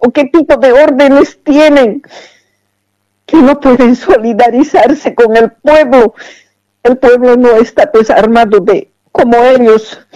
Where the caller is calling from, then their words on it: Montero, Santa Cruz, Bolivia; le hablo de Montero